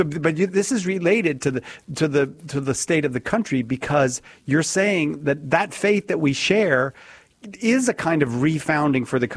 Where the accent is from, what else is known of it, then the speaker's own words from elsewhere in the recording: United States; I'm an American.